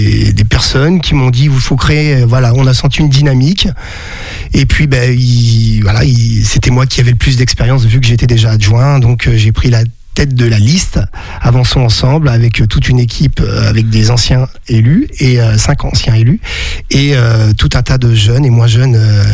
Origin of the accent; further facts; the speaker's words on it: Pays de la Loire, France; j'étais très jeune, j'étais sur la région chalandaise et puis après je me suis installé avec mes parents quand j'étais ado sur Notre-Dame.